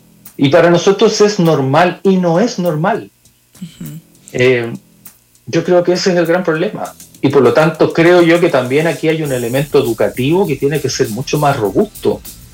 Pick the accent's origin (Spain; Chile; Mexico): Chile; nosotros como chilenos